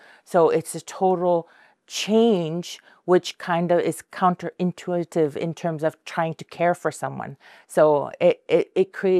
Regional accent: Canadian Arctic, Canada; So I'm an Inuk from the Arctic, from the Canadian Arctic, and we had the opening this year

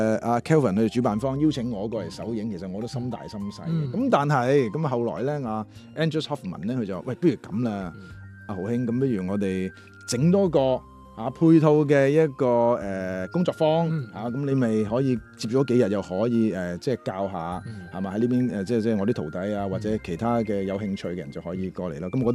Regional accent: China; 其實就代表咗咧，我哋中國人嚇一種中華文化天地人和嚇

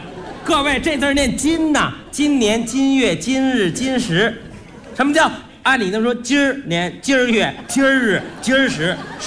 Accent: Beijing, China; accent: Beijing dialect; 用我们北京话

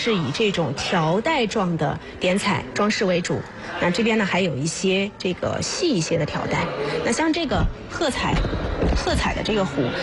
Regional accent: China

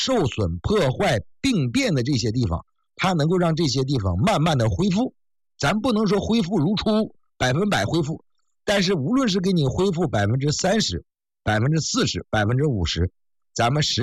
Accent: Northeast China, China; 你看我老家东北的，我小时候哪吃过海参呢？

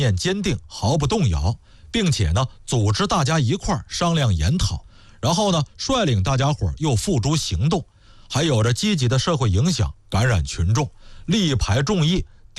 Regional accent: Hebei, China; 这对于咱们河北人来说就不用过多给您解释了

